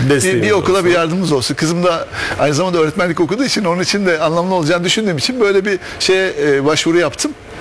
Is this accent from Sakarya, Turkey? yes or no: yes; Adapazari, Sakarya, Turkey; born there; Emekli bankacıyım. 56 yaşındayım. 1970 Adapazarı doğumluyum.